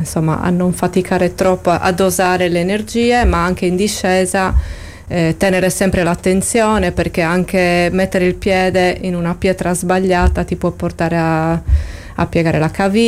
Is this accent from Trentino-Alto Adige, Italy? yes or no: no; Capoterra, Sardinia, Italy; Io sono nata e cresciuta a Poggio dei Pini e adesso sono tornata a Poggio dei Pini e sono felicissima di vivere là, anche perché ho le montagne davanti